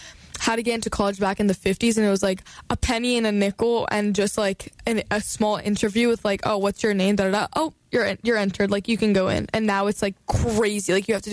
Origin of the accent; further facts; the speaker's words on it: New York, United States; now in North Carolina, United States; I tell them that I'm from New York.